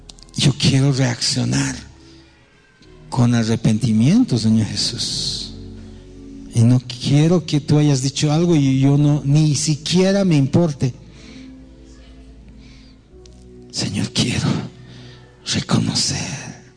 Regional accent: Bolivia; Somos igual bolivianos.

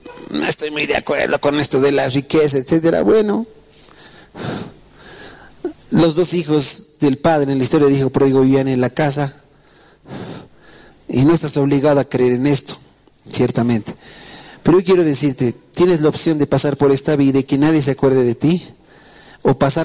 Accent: Bolivia; antes que bolivianos somos ciudadanos del cielo.

